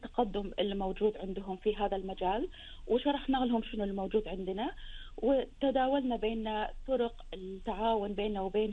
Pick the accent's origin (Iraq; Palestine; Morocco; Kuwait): Kuwait